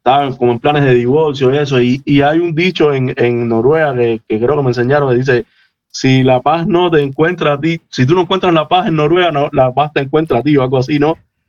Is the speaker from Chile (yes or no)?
no; Cuba; Venimos de Cuba y tal, pero no estoy conectado totalmente.